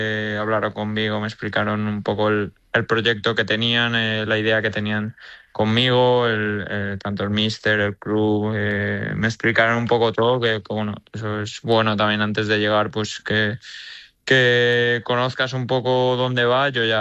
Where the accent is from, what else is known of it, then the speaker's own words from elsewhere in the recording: San Sebastián, Basque Country, Spain; born there; Sí, yo nací en Donosti, sí.